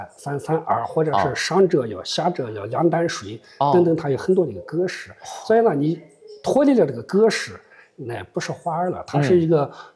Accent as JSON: {"language": "Chinese", "region": "Xinjiang", "country": "China", "said": "我们新疆有一个一句话"}